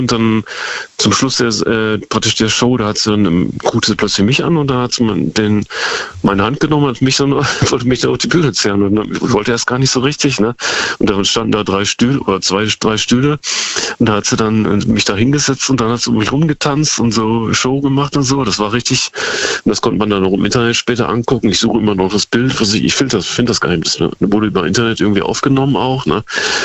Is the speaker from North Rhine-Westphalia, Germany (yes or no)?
no; Osnabrück, Lower Saxony, Germany; wo ich in Osnabrück, meiner Heimatstadt, gewohnt hatte, bei meinem Vater